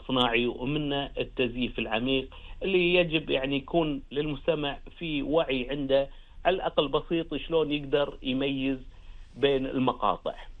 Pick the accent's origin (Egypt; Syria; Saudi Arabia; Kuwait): Kuwait; الاجهزه الامنيه عندنا بالكويت